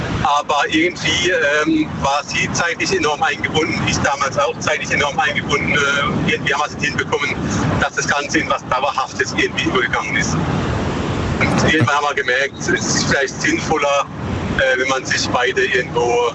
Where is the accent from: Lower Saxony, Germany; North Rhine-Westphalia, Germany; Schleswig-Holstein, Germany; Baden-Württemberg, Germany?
Baden-Württemberg, Germany; Bruchsal; Aus der Nähe von Bruchsal.